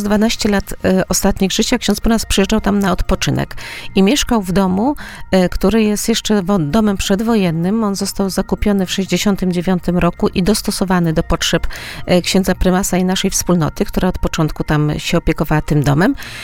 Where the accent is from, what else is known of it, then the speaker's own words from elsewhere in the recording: Warsaw, Masovian Voivodeship, Poland; ja miałam tą łaskę, że się wychowałam w Choszczówce, właśnie w miejscu, gdzie ksiądz prymas przyjeżdżał przez ostatnie 12 lat życia na odpoczynek.